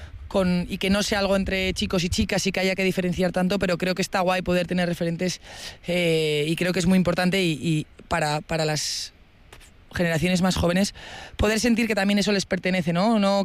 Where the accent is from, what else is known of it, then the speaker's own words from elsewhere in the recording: Getxo, Basque Country, Spain; soy de Guecho